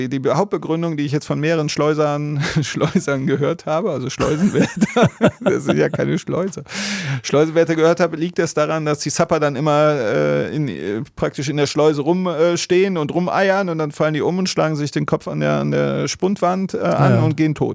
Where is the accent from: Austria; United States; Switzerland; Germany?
Germany; Wetzlar, Hesse; born there; aber ich bin in Wetzlar an der Lahn geboren.